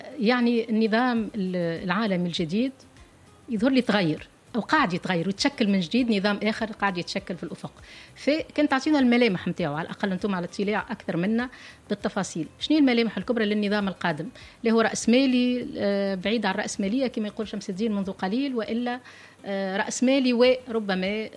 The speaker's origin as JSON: {"language": "Arabic", "country": "Tunisia", "said": "يقول لك اني كمواطن تونسي هذا ينجم ياثر في جيبي مثلا كتونسي،"}